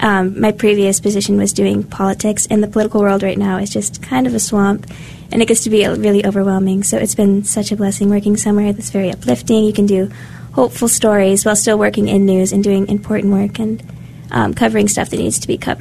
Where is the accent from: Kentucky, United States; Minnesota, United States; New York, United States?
Minnesota, United States; Scandia; yeah, I'm originally from Scandia, Minnesota, which is a few hours north of the Twin Cities